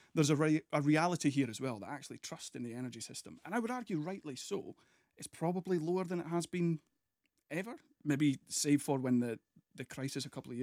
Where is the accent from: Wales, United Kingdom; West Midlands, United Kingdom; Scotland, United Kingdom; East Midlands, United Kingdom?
Scotland, United Kingdom; Forfar; I'm from Forfar. I moved back to Forfar fairly recently, a couple of years ago.